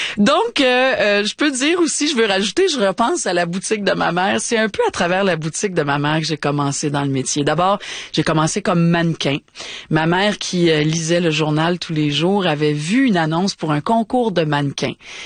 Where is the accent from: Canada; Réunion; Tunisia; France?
Canada; Montreal, Quebec; elle avait une boutique de vêtements à Villemard, dans le sud-ouest de Montréal, là où j'ai grandi.